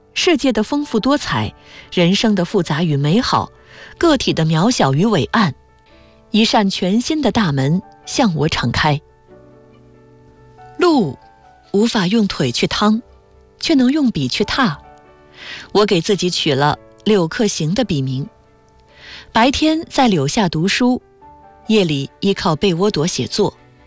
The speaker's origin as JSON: {"language": "Chinese", "town": "Xiji", "region": "Ningxia", "country": "China", "tie": "born or raised there", "said": "我的家乡西吉是宁夏最后一个脱贫摘帽的县，也是远近闻名的文学之乡，有1600余人从事文学创作。"}